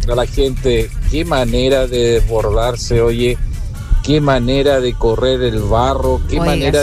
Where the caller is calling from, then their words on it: Chile